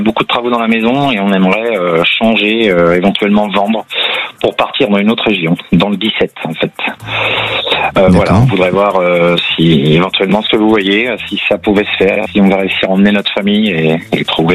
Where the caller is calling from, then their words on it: Brittany, France; à côté de Rennes.